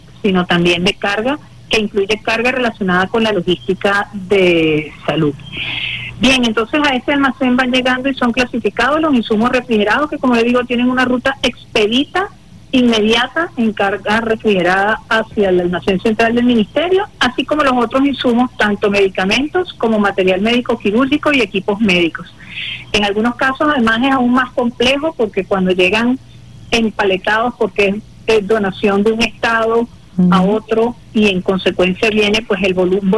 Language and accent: Spanish; Venezuela; Como patriotas venezolanos y venezolanas que somos.